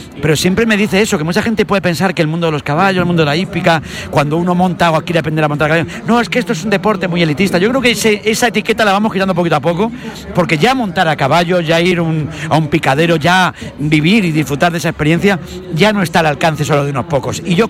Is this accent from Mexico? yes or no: no; Mijas, Andalusia, Spain; desde mi pueblo, de Mijas.